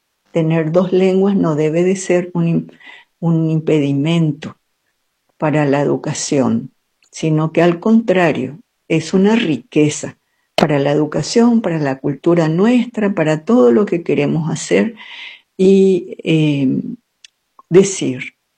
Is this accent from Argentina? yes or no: no; Paraguay; el otro elemento muy importante como paraguayos que tenemos no es solamente el miedo y la desconfianza, sino también las dos lenguas que tenemos. Somos bilingües, ¿verdad? Somos un país bilingüe